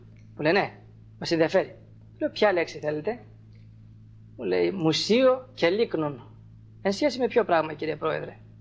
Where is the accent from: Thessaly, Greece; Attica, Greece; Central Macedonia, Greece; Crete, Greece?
Thessaly, Greece; Trikala